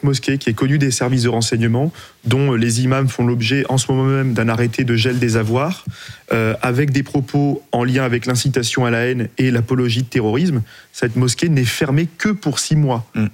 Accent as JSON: {"language": "French", "country": "France", "said": "en tant que musulman aujourd'hui, pas seulement en tant que Français, en tant que musulman"}